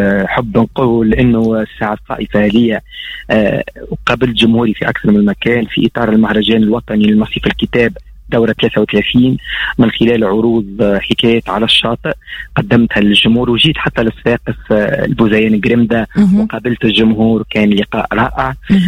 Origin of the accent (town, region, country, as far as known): Tunisia